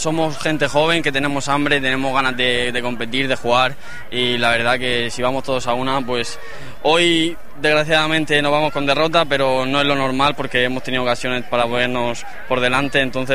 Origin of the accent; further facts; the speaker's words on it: Valencian Community, Spain; moved away as an adult; also born or lived in Águilas, Murcia; now in Barbastro, Spain; No, yo soy de la Vega Baja, cerca, a media hora de Murcia y media hora de Elche. Este año sí que el último pasado estuve en el Águilas, y que es Murcia, llevo 2 años ahí en Murcia. A lo mejor se me ha pegado un poco el acento, pero yo soy cerca de Alicante.